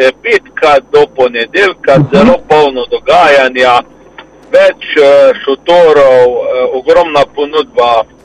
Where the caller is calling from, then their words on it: Mislinja, Carinthia, Slovenia; iz Mislinje pri aparatu.